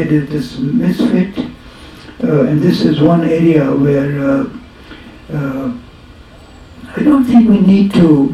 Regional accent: Kenya; moved away as an adult; I'm not Indian, I'm not Asian, I'm not African. I'm a Kenyan. I was born here, I grew up here, I was exiled from here, I was taken back from here. That's my country.

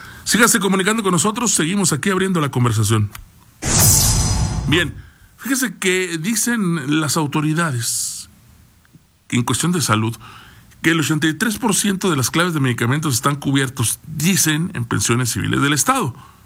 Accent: Meoqui, Chihuahua, Mexico; also born or lived in Delicias; now in Chihuahua, Mexico; Así que, pues sí, nací en Delicias, soy de Meoqui, pero ahora soy de Chihuahua capital.

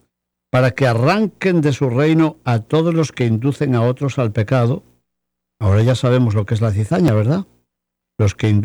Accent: Spain; born there; accent: Leonese-Asturian dialect; moved away; En mi tierra, que tenía un dialecto medio leonés, medio asturiano

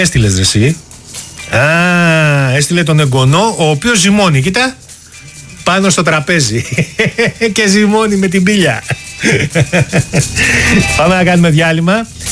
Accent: Greece; Εμείς είμαστε Έλληνες και θα φάμε πρόβιο, φέτα.

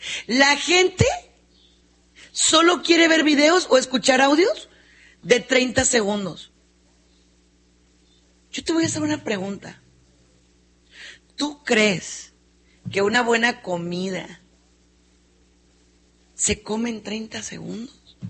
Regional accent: Mexico; en el caso mío, de nosotros que somos mexicanos, pues somos muy videros, muy groseros.

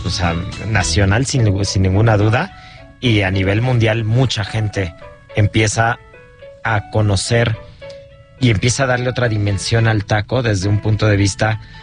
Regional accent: Mexico; nosotros como mismos mexicanos

